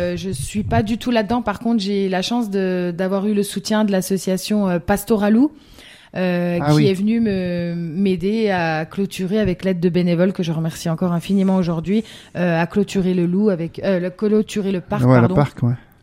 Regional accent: Grand Est, France

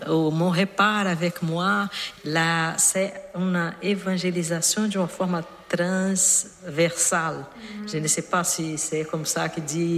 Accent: Brazil; French is a second language; Je suis brésilienne.

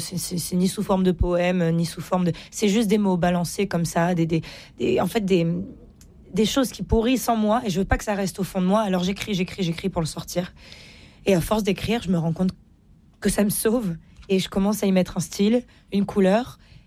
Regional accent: Cahors, Occitanie, France; Je me retrouve chez moi, à Cahors, dans ma grande maison, en pierre

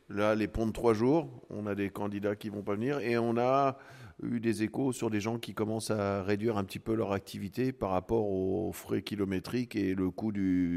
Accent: Centre-Val de Loire, France; Je suis d'Eure-et-Loire

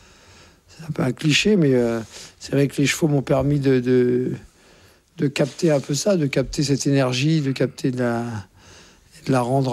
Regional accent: Courbevoie, Île-de-France, France; born there; je suis né à Courbevoie, donc ce n'est pas une région, comme chacun sait, qui ne pullule pas de chevaux.

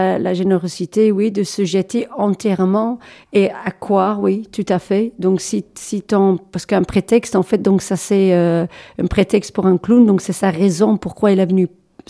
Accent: England, United Kingdom; French is a second language; moi je suis anglaise, donc à la base

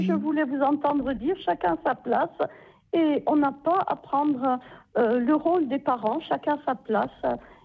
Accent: Ajaccio, Corsica, France; now in Sartène, France; Oui, j'habite, normalement je suis d'Ajaccio, mais j'habite pour le moment à Sartène

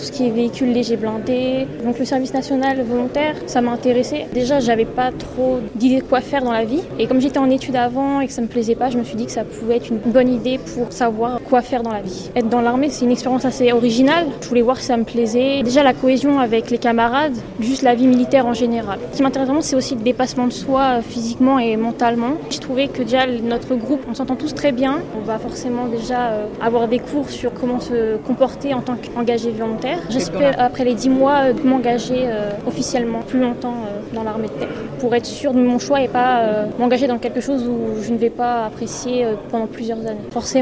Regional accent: Normandy, France; Je suis originaire de Normandie, dans l'Eure.

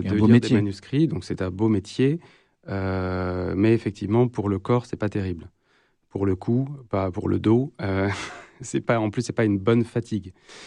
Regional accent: Pays de la Loire, France; also born or lived in Paris; Moi, je suis né à Angers. J'ai grandi donc à 40 km d'ici et je suis parti pour les études à Paris. Et je revenais très souvent à la campagne puisque j'ai grandi vraiment au milieu des bois.

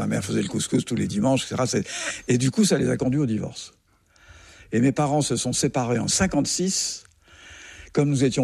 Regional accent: Algeria; born there; Je suis né en 1944 en Algérie d'un père charentais, mon père était militaire, il était gaulliste, et d'une mère pied-noir.

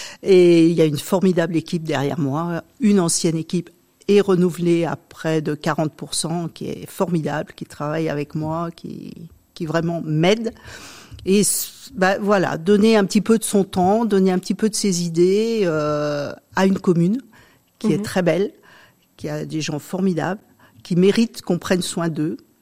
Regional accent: Auvergne-Rhône-Alpes, France; also born or lived in Lyon; now in Périgneux, France; Alors, moi, je suis savoyarde d'origine, mais la famille maternelle du côté de ma maman est originaire de Saint-Maurice-en-Gourgois. Ma famille paternelle est donc de Savoie, originaire d'Italie, de Savoie.

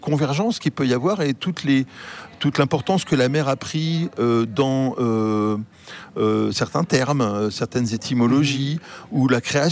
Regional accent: Martinique; moved away; moi, j'ai grandi à la Martinique et j'y retourne régulièrement.

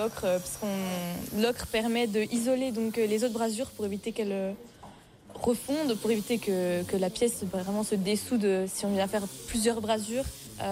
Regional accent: Besançon, Bourgogne-Franche-Comté, France; moi, je suis originaire de Besançon.

